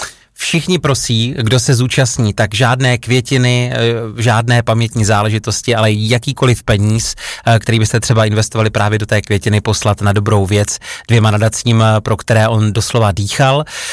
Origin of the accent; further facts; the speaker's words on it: Opava, Moravian-Silesian Region, Czechia; born there; vystupoval taky v Opavě, v mém rodném městě na Slunovratu